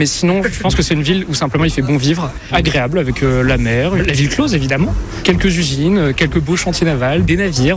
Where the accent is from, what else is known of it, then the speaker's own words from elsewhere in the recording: Concarneau, Brittany, France; Je suis de Concarneau, la perle du Finistère Sud.